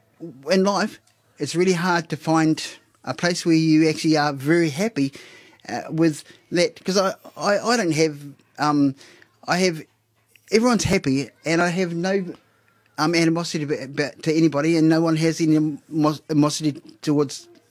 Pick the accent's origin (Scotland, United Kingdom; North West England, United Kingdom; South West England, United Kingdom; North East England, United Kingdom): South West England, United Kingdom; Plymouth; now in Paekakariki, New Zealand; I'm from Plymouth, and I've been to a lot of places, and I've lived in a lot of places. But Paikakariki has a bunch of cool people.